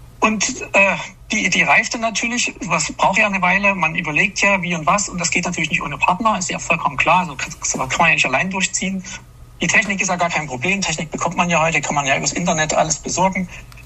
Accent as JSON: {"language": "German", "region": "East Germany", "country": "Germany", "said": "ich komme ja selber aus der DDR. Ich habe also quasi gar nicht ich bin gar nicht in den Genuss gekommen, damals RBI empfangen zu können."}